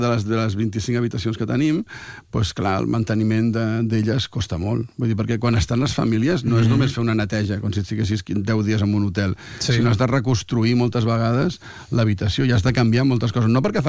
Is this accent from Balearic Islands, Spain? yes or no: no; Barcelona, Catalonia, Spain; jo que estic a Sant Joan de Déu amb la meva família aquí, els meus amics, perquè soc de Barcelona